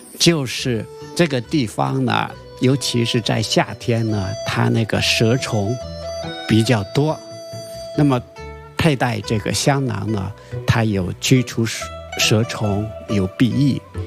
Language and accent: Chinese; Fujian, China; 就我老家，大家知道福建的简称闽